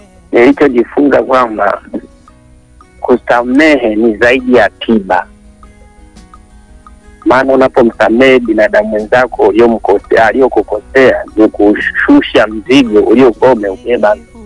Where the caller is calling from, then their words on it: Tabora, Tanzania; natokea mkoa wa Tabora, kata ya Mabama.